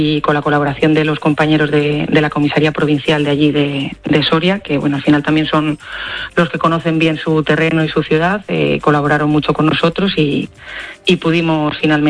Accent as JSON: {"language": "Spanish", "country": "Italy", "said": "un poco siendo italiano, España e Italia son países muy similares, ¿no?"}